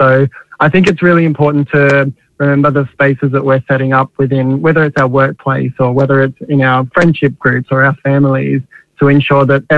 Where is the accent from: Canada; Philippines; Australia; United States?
Australia; Katherine, Northern Territory; moved away as an adult; I grew up in Katherine in the Northern Territory, which is quite a small town